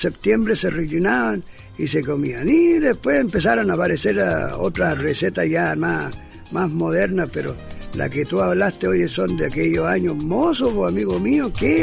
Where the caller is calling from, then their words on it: Los Ángeles, Biobío, Chile; yo soy de acá, de Los Ángeles